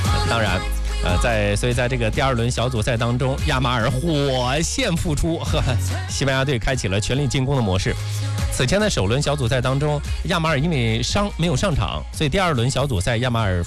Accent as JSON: {"language": "Chinese", "country": "China"}